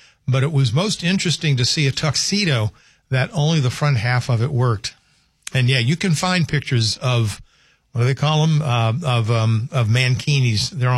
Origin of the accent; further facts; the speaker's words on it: New Orleans, Louisiana, United States; moved away; I'm from New Orleans.